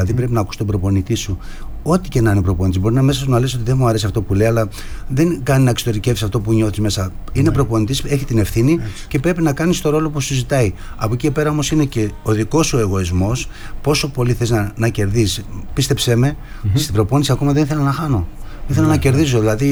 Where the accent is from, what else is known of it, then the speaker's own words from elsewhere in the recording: Veria, Central Macedonia, Greece; η καταγωγή μου είναι από εκεί. Αγαπάω την πόλη μου